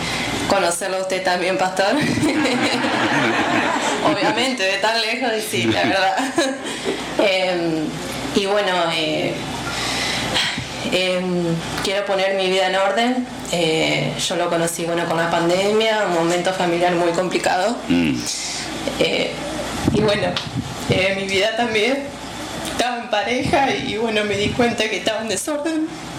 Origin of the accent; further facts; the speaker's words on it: Santo Domingo, Santo Domingo de los Tsáchilas, Ecuador; Venimos desde Santo Domingo de Los Áchilas.